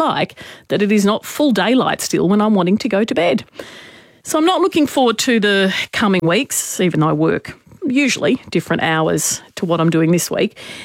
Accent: Queensland, Australia; moved away; I am a Queenslander by birth. If you have not heard me declare that before, I am a Queenslander by birth. So I spent my formative years there.

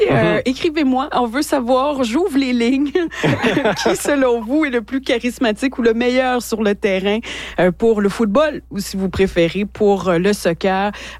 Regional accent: Haiti; Je suis haïtienne, vous le savez.

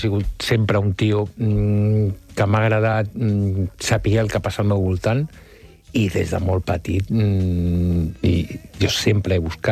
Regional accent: Barcelona, Catalonia, Spain; jo vinc d'una família més o menys acomodada, soc de jesuïtes de Sarrià, o sigui, sí, vinc d'una família de classe mitja alta de la ciutat de Barcelona, molt clàssica i molt típica

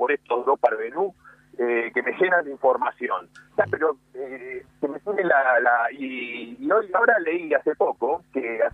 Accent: Argentina; ¿Le parece que somos estúpidos los argentinos?

